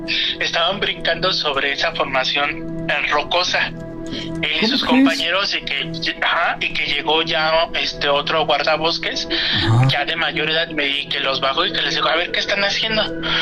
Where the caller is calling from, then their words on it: Mexico City, Mexico; De aquí de la Ciudad de México y de la Gustavo Madero.